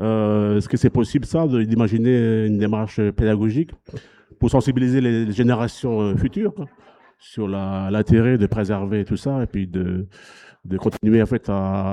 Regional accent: Ouvéa, Loyalty Islands Province, New Caledonia; Là, je parle du Sud, parce que je suis du Sud d'Auvergne, mais il y a mon collègue qui est du Nord d'Auvergne

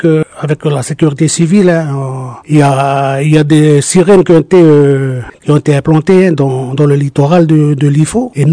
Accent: Païta, South Province, New Caledonia; also born or lived in Yaté; Je viens de Païta. Après, j'étais à Iaté.

